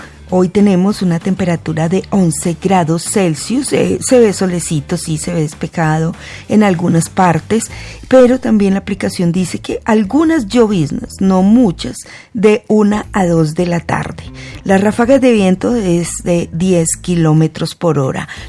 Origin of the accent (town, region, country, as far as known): Colombia